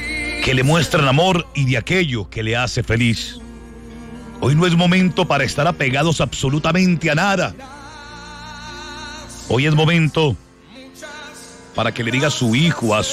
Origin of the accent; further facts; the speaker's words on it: Colombia; moved away; Hoy tenemos que demostrar no solamente que somos colombianos, sino que somos hijos de Dios.